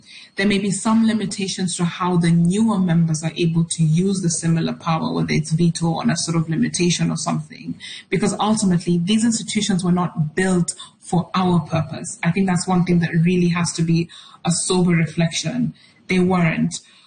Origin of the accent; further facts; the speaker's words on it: Kenya; I'm a Kenyan